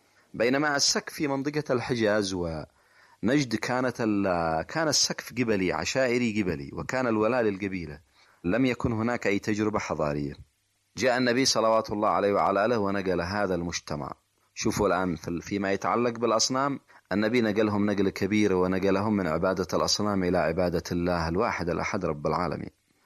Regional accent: Yemen; نحن لا نلغي مسألة أن نكون شعب، إحنا شعب يمني بالتأكيد

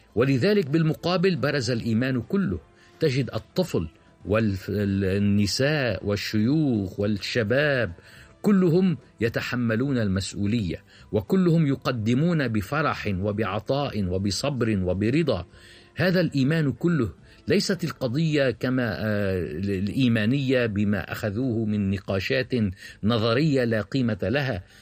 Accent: Lebanon; عندنا في لبنان

